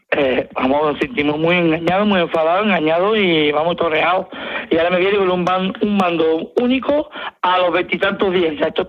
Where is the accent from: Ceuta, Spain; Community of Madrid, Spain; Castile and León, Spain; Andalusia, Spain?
Ceuta, Spain; born there; Ceuta llevamos, no sé cuánto, vamos, de que yo nací, que tengo 50 años, en una convivencia con musulmanes, con indios, con hebreos, con todas las clases de religiones.